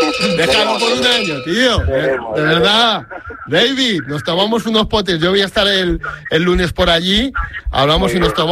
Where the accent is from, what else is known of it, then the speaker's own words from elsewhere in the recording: Navarre, Spain; siendo medio navarro, no he corrido nunca ni me lo he planteado ir a San Fermín